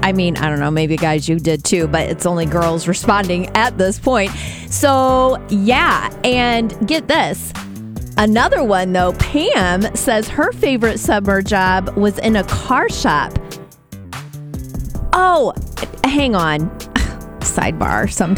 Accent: Metamora, United States; even though I grew up in Metamora next to a cornfield.

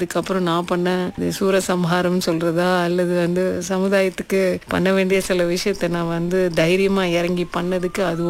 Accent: Kuala Lumpur, Malaysia; நான் பிறந்து வளர்ந்ததெல்லாம் செந்தூரில் தான். இப்போ செந்தூர்னாலே எல்லாரும் சொல்லிடுவாங்க, யூனிவர்சிட்டி போகும்போது ஐயோ செந்தூலா அதெல்லாம் பயங்கரமான இடமாச்சே அப்படின்னுலாம் நிறையா பேர் சொல்லியிருக்காங்க.

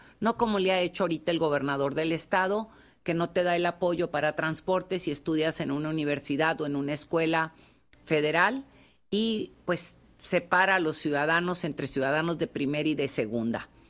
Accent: Nuevo León, Mexico

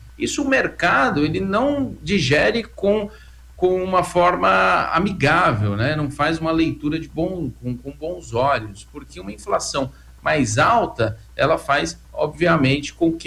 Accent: São Paulo, Brazil; eu sou de São Paulo aqui

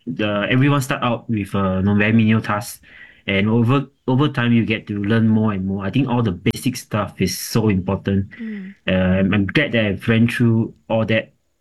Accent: Singapore; moved away as an adult; also born or lived in Kyoto; As a Singaporean

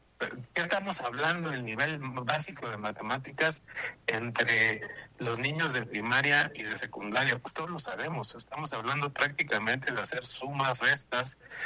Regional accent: Mexico

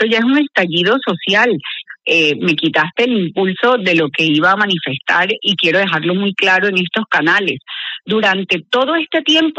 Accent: Caribbean Region, Colombia

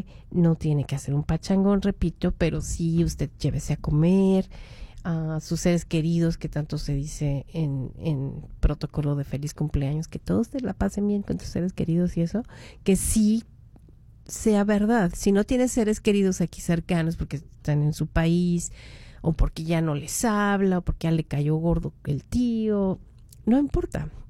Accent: Mexico; moved away; Las personas que somos de México

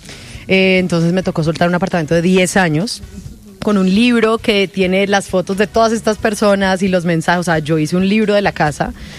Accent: Cali, Valle del Cauca, Colombia; now in Bogotá, Colombia; No, yo soy caleña.

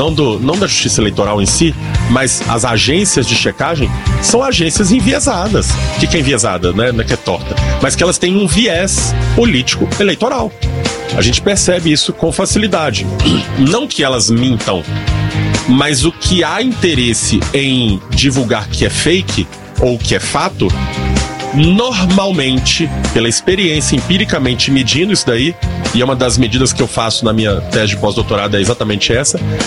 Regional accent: Brazil; eu sou brasileiro

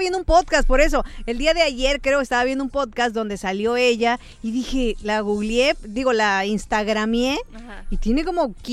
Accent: Mexico

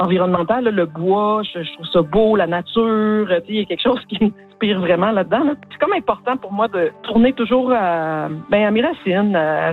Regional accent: Gatineau, Quebec, Canada; now in Montreal, Canada; c'est intéressant parce que j'habite Montréal, puis j'ai grandi à Gatineau. J'ai aussi mes parents qui sont acadiens

